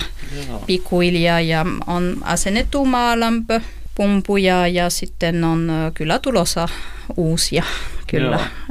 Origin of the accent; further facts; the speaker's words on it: France; Finnish is a second language; now in Finland; Olen ranskalainen. On tullut tällä kylälle 2001.